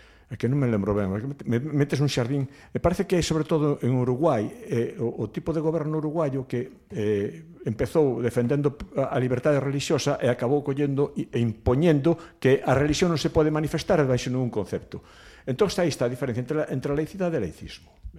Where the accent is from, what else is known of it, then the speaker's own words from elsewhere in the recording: Esmelle, Galicia, Spain; also born or lived in Ferrol; nacín en Ferrol, aínda que me criei en Esmelle, vivo en Esmelle tamén.